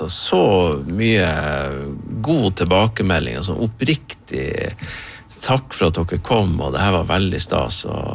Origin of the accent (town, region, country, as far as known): Troms og Finnmark, Norway; born or raised there; moved away